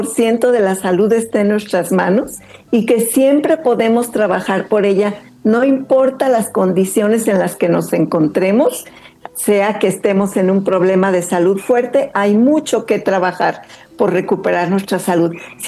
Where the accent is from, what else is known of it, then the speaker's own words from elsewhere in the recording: Jalisco, Mexico; moved away; Creo que eso es muy de mi tierra, de Jalisco